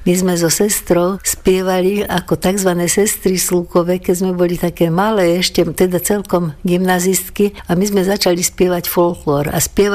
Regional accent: Bohunice, Nitra Region, Slovakia; born there; moved away; also born or lived in Baďan; Takže tam som sa stihla akurát narodiť, mám ešte jednu sestru, tá je o 2 roky staršia. A keď som sa ja narodila, tak do pol roka sme už boli v susednej dedine v Bohuniciach, kde zvolili nášho otca za farára.

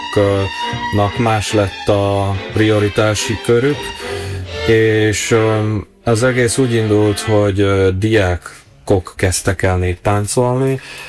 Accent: Galanta, Trnava Region, Slovakia; moved away as an adult; now in Prague, Czech Republic; Galántán születtem, Galántán nevelkedtem.

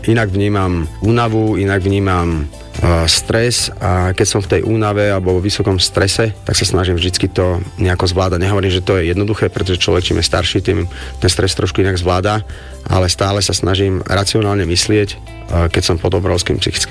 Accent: Šaľa, Nitra Region, Slovakia; now in Sereď, Slovakia; pochádzam zo Šale, momentálne pôsobím v Seredi.

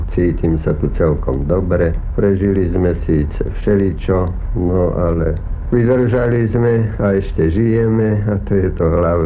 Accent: Žilina Region, Slovakia; born there; moved away; Ja som sa narodil celkom na Hornej Orave, Severná Orava, na poľských hraniciach.

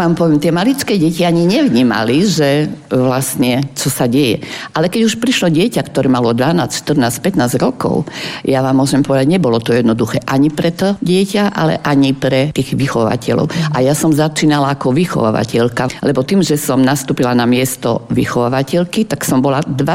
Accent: Prešov, Prešov Region, Slovakia; ja som Prešovčanka

